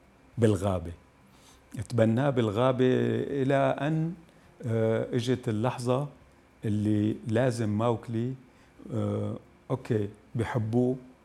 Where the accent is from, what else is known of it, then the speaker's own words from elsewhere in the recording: Quneitra Governorate, Syria; now in Damascus, Syria; لا شك بأنه النشأة تعرف هي بقرية بمنطقة البطيحة. هاي القرية لهجتنا هي موجودة بين فلسطين، جنوب لبنان، درعا والجانب السوري، فهي منطقة ربط